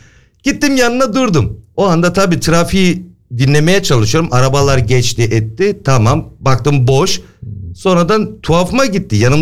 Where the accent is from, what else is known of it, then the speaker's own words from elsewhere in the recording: Hamburg, Germany; Şimdi ben doğma büyüme hep Altona'daydım.